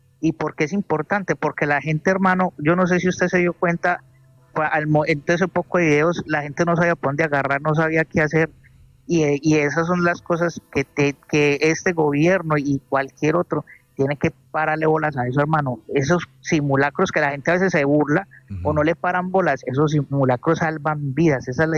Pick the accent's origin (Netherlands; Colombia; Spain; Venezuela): Colombia; Medellín, Antioquia; yo que nací en Medellín, yo tengo 48 años